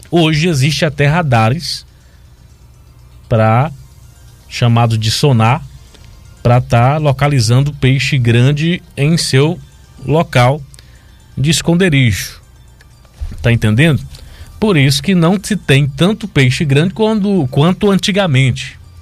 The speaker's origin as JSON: {"language": "Portuguese", "town": "Malhada", "region": "Bahia", "country": "Brazil", "tie": "born or raised there", "said": "Lá no povoado de Serra de João Alves, município de Malhada, onde eu nasci, me criei, minha localidade natal"}